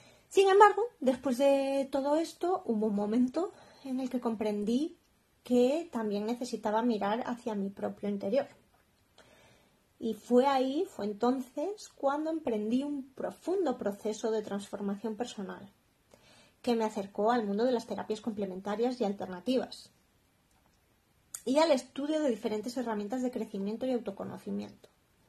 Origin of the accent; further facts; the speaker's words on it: León, Castile and León, Spain; born there; also born or lived in Ireland; yo nací en León, en España. Es una pequeña ciudad que está más o menos en el norte de España.